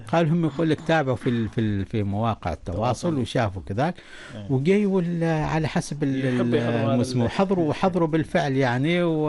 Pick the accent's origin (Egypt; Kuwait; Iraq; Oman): Oman; العيد هنا في عمان.